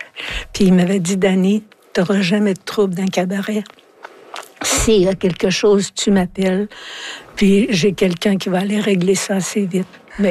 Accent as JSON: {"language": "French", "region": "Quebec", "country": "Canada", "said": "Mais tu sais, je viens de l'Abitibi"}